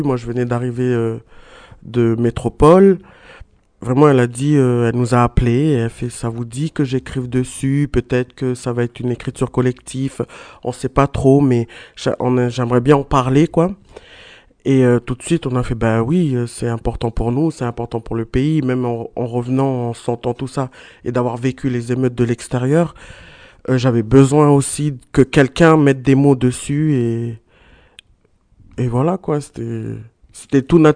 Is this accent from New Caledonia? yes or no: yes; Touho, North Province, New Caledonia; also born or lived in Lifou / metropolitan France; j'ai grandi à Tours dans le Nord.